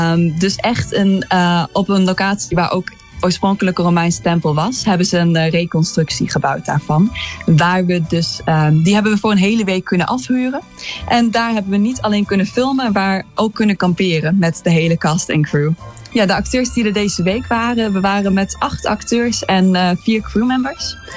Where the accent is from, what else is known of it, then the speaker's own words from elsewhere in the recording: Almelo, Overijssel, Netherlands; Ik kom uit Almelo en Julia die naast mij zit, zij speelt Medusa in de film.